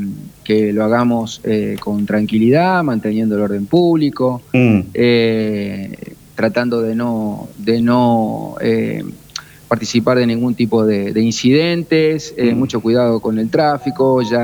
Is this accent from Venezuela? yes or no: no; Argentina; somos todos argentinos